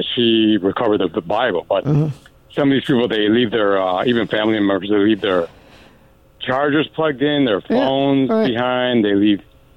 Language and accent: English; Chicago, Illinois, United States; I told him I was from Chicago, yeah.